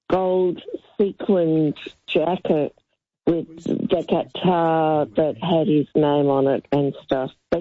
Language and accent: English; Melbourne, Victoria, Australia; now in Adelaide, Australia; I grew up in Melbourne.